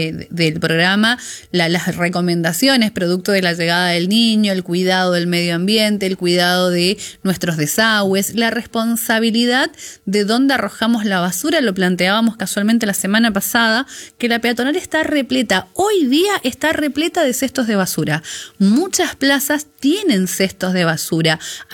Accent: Corrientes, Argentina; somos nosotros, correntinos y ponete que porteños, pero más correntinos, que no hay un respeto por la senda peatonal.

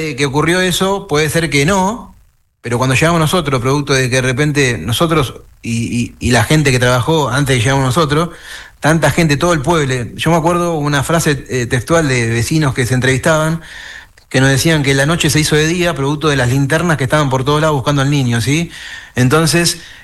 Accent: Buenos Aires, Argentina; moved away as an adult; now in Corrientes, Argentina; Acá en Corrientes, yo soy un chico de Buenos Aires, de toda mi vida en porteño, como ustedes quieran decirle, de Capital Federal

